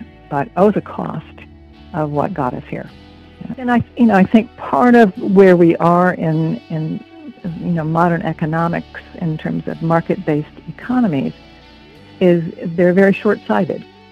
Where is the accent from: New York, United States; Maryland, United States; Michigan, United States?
Michigan, United States; Flint; I was born in Flint, Michigan. My dad worked for AC Spark Plug, which was part of General Motors, for almost all of his career.